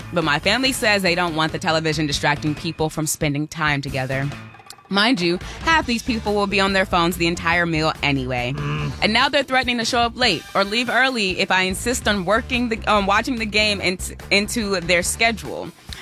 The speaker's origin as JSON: {"language": "English", "town": "Detroit", "region": "Michigan", "country": "United States", "tie": "born or raised there", "said": "I'm born and raised in Detroit."}